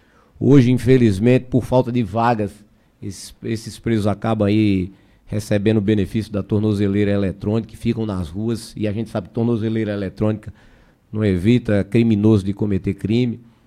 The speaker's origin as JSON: {"language": "Portuguese", "town": "Recife", "region": "Pernambuco", "country": "Brazil", "tie": "born there", "also_born_or_lived": "Fortaleza", "said": "Eu e meu irmão, que você conhece, o Coronel Magno, nascemos em Recife. Mas em Recife eu praticamente não conheço nada, né? Só morei por um ano de vida só em Recife"}